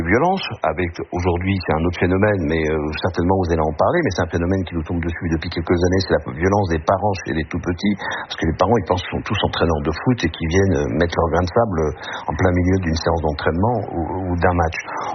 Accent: Île-de-France, France; Chaque week-end, chez nous, en Ile-de-France, ressemble à des championnats de France de jeunes.

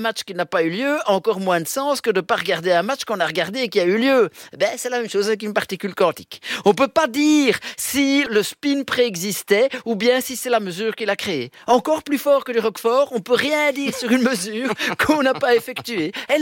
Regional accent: Milan, Lombardy, Italy; born there; parce qu'on va parler de mon équipe de football préférée qui est l'Inter de Milan, because quelque part je suis né à Milan.

